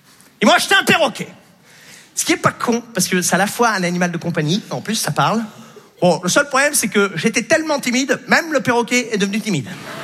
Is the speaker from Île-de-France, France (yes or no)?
no; Normandy, France; J'ai grandi en Basse-Normandie